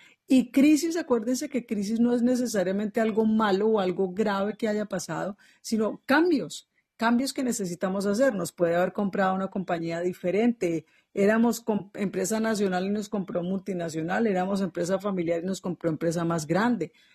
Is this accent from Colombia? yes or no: yes; Colombia; now in Cali, Colombia; el terremoto que sucedió en mi país sobre aquellos comportamientos y competencias que tenemos los colombianos